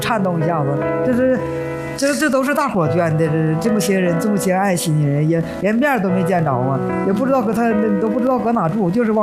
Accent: Changchun, Jilin, China; 真是咱们长春人太好了

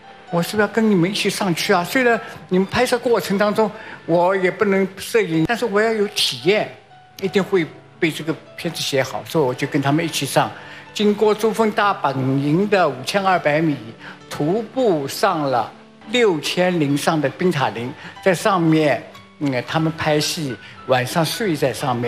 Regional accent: Shanghai, China; 我是从小出生在上海的

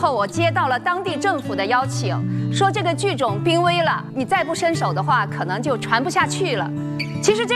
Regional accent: Wuning County, Jiangxi, China; 是出生在一个我们当地的茶戏窝，1993年的时候我们国有的武宁县采茶剧团就拆散了，我是当时的一个主角，属于青衣。

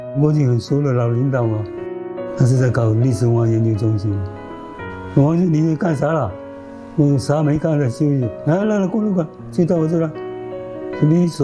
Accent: Chaoshan, Guangdong, China; moved away as an adult; also born or lived in Beijing / Fujian; 我虽然是潮汕人，但是我在北京念书5年，我又在福建工作这么28年

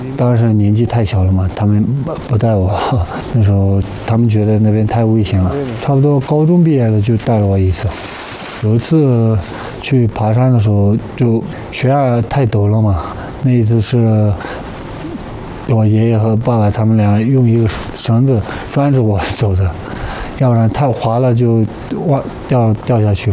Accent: China; 作为一个中国人

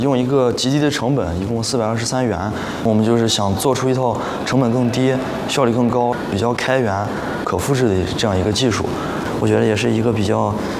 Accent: Xi'an, Shaanxi, China; 我家乡不是在西安市灞河边吗？

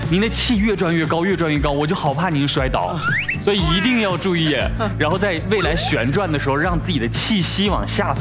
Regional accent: China; 它是我们中国人自己，我们最骨子跟内核里的我们的性格。

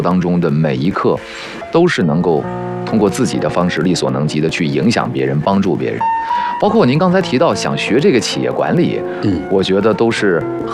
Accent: China

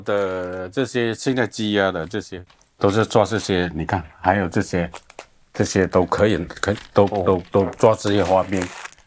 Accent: Chaozhou, Guangdong, China; 我们潮汕人就说

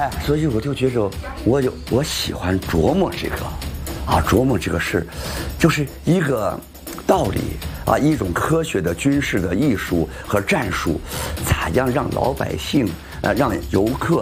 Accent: Shaanxi, China; 就像我们陕西人，就像我们西北人，很粗犷

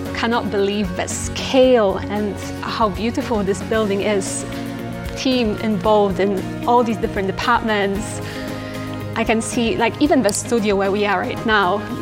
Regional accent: East of England, United Kingdom; I'm from Hertfordshire.

